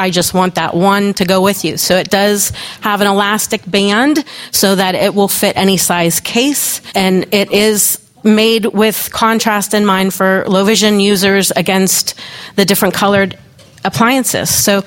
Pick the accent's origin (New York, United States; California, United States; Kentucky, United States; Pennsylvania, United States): Pennsylvania, United States; I am from Pennsylvania